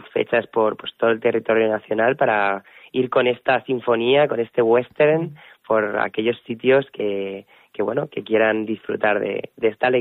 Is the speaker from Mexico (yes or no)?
no; Albacete, Castilla-La Mancha, Spain; Albacete, y yo siempre comprometido con mi compañía a mostrar el arte de Albacete, ya sea aquí en mi tierra como en el Santiago Bernabéu, a donde vaya, siempre llevaré Albacete conmigo.